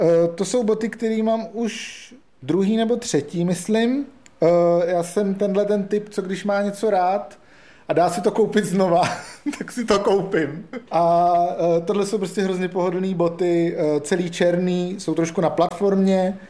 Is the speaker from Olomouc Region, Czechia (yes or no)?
no; South Moravian Region, Czechia; No, já jsem vlastně z Moravy jižní, no, tak je to součást nějakého mýho jako toho, no.